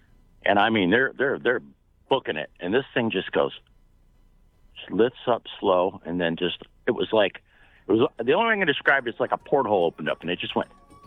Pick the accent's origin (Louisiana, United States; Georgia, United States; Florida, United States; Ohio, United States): Florida, United States; Sarasota; I was 12 years old in 1976, growing up in Sarasota, Florida.